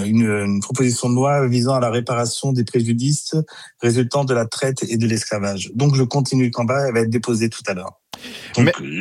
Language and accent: French; Île-de-France, France; born or raised there